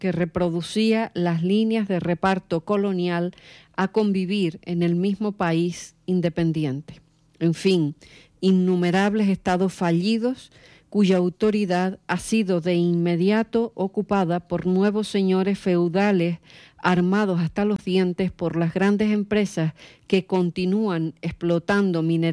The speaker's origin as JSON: {"language": "Spanish", "region": "Canary Islands", "country": "Spain", "said": "Que yo recuerde, con vergüenza como canario, convocando desde la órbita del mismísimo ayuntamiento, en la primera oleada migratoria, allá por el año 2006, una inmunda manifestación en Santa Cruz de Tenerife."}